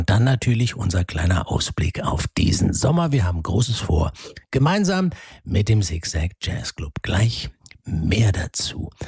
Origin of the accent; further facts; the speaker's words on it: Rhineland, Germany; Im Rheinland, meiner alten Heimat, da sagt man, et gut, wird gut.